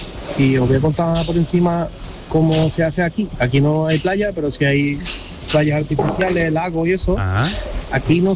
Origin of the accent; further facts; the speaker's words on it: Cádiz, Andalusia, Spain; now in Germany; Os escucho desde Alemania. Soy de Cádiz, pero escucho desde Alemania, llevo ya muchos años viviendo aquí.